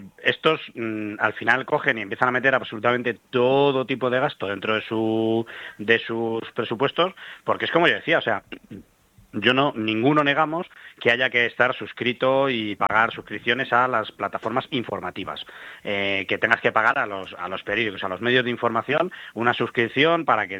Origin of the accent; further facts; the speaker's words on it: Spain; como los españoles somos tontos